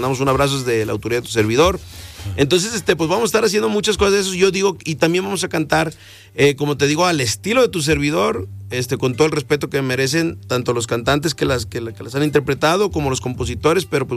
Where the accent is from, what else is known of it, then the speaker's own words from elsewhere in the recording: Mexico; Siendo el primer mexicano, gracias a Dios, en la historia en haber ganado premios Billboard.